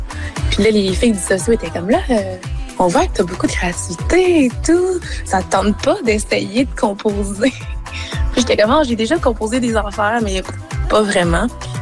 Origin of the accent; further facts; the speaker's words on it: Quebec City, Quebec, Canada; Je viens de Québec.